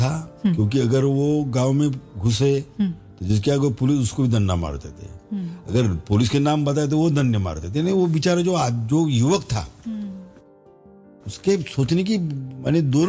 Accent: Noregaon, Maharashtra, India; also born or lived in Bombay; मैं मेरा असली जो क्या बोलते उसको जो उसके ऊपर संस्कार बोलती हूँ नोरगांव में हुई चंद्रपुर जिले में जो बालाजी पटेल मेरे मामू थे वहाँ मेरे प्राइमरी शिक्षण से मैं वहाँ गया

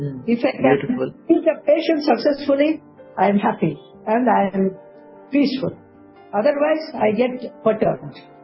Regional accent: India; India is my country. I love India. I am an Indian. I don't like to go out anywhere. I'd like to stay in India, help people in India, and I'm an Indian.

